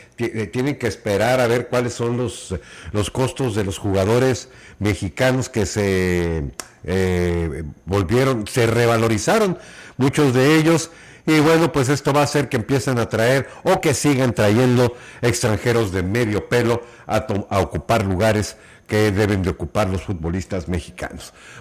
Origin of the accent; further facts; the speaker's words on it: Mexico; Para nosotros, para nuestra realidad como mexicanos, nuestro fútbol.